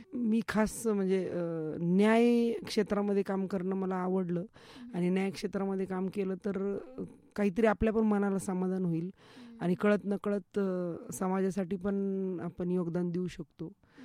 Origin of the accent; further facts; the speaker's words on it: Ahilyanagar, Maharashtra, India; माझं माहेर कोलार आहे, भगवतीपूर, परंतु वडील शिक्षक होते, त्यांच्या नोकरीमुळे आम्ही नगर शहरातच राहिलो, नगर शहरातच जन्मलो. आणि माझं सासर केडगाव आहे, परंतु आम्ही इथे नगरमध्ये राहतो, दिल्ली गेट या ठिकाणी, माझ्या सासूबाईंच्या नोकरीमुळे.